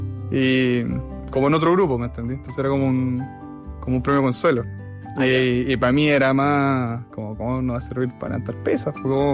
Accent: Temuco, Araucanía, Chile; Tengo 35 años, yo nací en Temuco. Toda mi infancia la vida ya bastante normal.

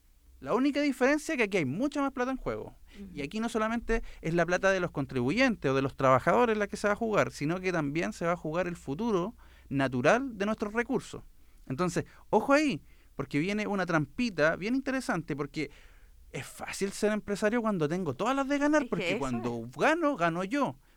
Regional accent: Chile; cómo somos los chilenos

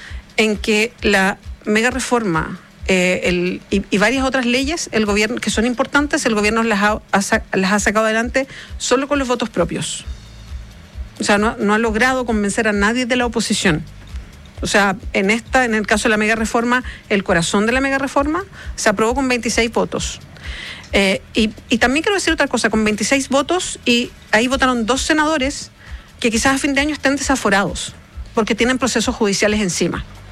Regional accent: Chile; lo voy a decir bien así en chileno

